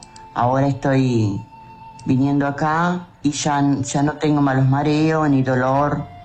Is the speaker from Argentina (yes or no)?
no; Tacuarembó, Uruguay; Soy de Tacuarembó, sí.